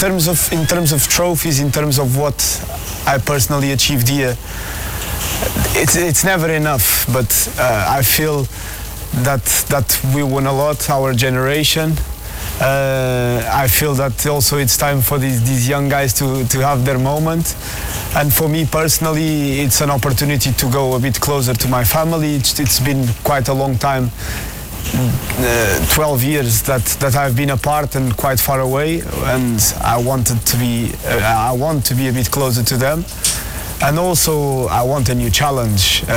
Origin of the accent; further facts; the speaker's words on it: Portugal; English is a second language; moved away as an adult; now in England; When I arrived, I'm from Portugal, I'm a fan of Benfica